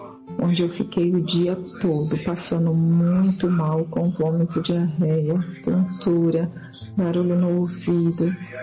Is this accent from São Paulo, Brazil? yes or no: yes; Osasco, São Paulo, Brazil; sou de Osasco.